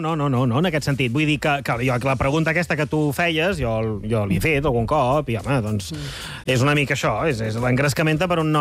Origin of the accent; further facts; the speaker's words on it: Andorra; Jo alguna vegada havia dit, mitja broma, mitja seriosament, de dir, jo com a andorrà, jo voldria ser de les...